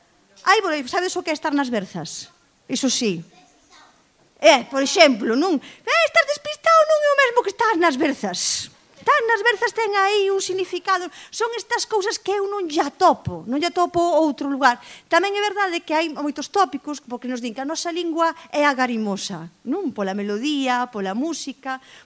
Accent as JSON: {"language": "Galician", "town": "Maniños", "region": "Galicia", "country": "Spain", "said": "Miradme a min, que son de Maniño, sabedes onde está."}